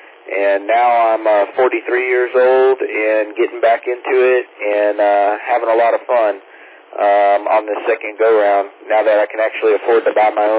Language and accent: English; Texas, United States; knowing I'm from Texas